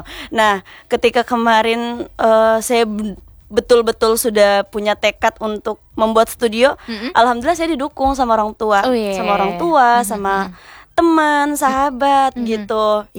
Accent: Makassar, South Sulawesi, Indonesia; Kenapa di dibilang Gambara karena kebetulan saya orang Makassar.

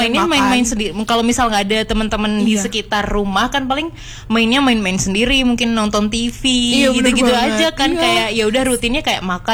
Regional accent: Malang, East Java, Indonesia; aku anak Malang

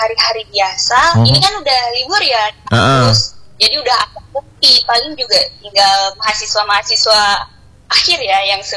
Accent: Banda Aceh, Aceh, Indonesia; now in Meulaboh, Indonesia; Kalau saya dari Banda Aceh.

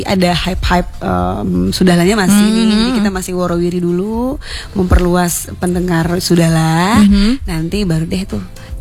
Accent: Padang, West Sumatra, Indonesia; Tapi gak untuk kemungkinan kita sebagai orang Minang Padang legasinya apa nih gitu ya.

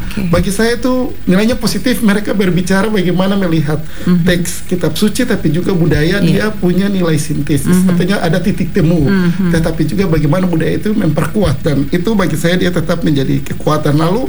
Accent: Maluku, Indonesia; banyak dari etnis saya, orang Kei

